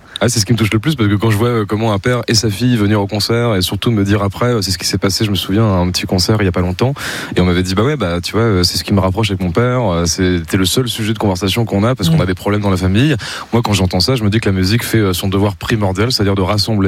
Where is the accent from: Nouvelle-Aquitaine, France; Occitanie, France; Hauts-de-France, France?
Hauts-de-France, France; Boulogne-sur-Mer; dans le nord de la France, je suis de Boulogne-sur-Mer.